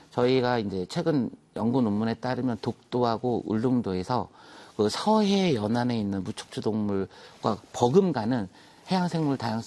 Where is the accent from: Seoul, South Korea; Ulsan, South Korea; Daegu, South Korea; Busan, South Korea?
Seoul, South Korea; born there; 저는 이제 서울에서 태어났지만, 부모님이 이제 목포 장흥, 이렇게, 예, 전라도 쪽이라서요.